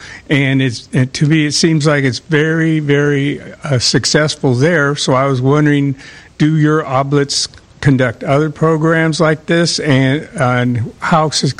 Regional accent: Crossville, Tennessee, United States; From Crossville, Tennessee.

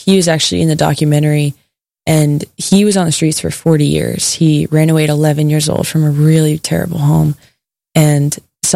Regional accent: Texas, United States; talking about our home states. I've never talked about Texas more in my life.

